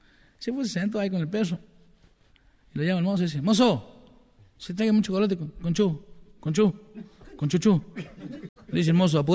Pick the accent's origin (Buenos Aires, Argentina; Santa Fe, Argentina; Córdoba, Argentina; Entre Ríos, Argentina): Córdoba, Argentina; San Francisco; yo soy de San Francisco, ¿no? No California, acá.